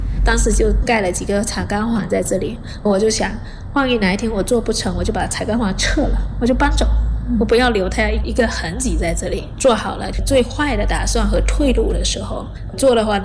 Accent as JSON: {"language": "Chinese", "region": "Fujian", "country": "China", "said": "然后而且我从福建来的，很喜欢吃新鲜，不喜欢冰冻的啊"}